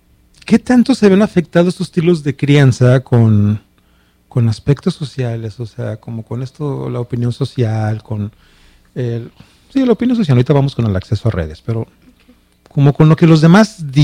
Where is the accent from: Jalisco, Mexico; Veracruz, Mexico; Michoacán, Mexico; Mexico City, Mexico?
Jalisco, Mexico; Guadalajara; Se nota que soy de Guadalajara.